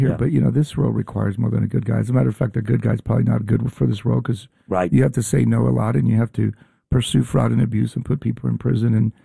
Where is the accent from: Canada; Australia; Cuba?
Cuba; now in United States; poor kid from Cuba. My dad washed dishes and my mom cleaned houses.